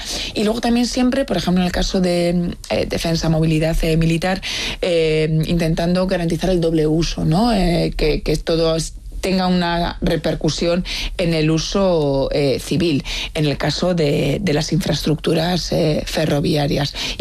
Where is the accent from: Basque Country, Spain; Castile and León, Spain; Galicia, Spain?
Basque Country, Spain; Bilbao; now in Brussels, Belgium; yo que soy de Bilbao